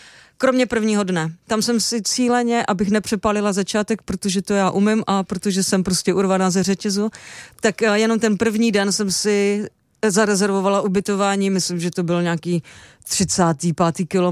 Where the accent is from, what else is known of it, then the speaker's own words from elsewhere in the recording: Pardubice, Pardubice Region, Czechia; já jsem z Pardubic, nebo bydlím v Pardubicích.